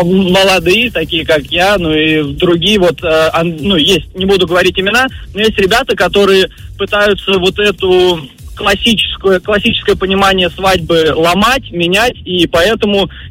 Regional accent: Moscow, Russia; я из Москвы.

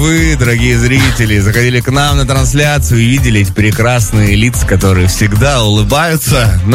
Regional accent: Magadan, Magadan Oblast, Russia; now in Moscow, Russia; я с Дальнего Востока, с Магадана

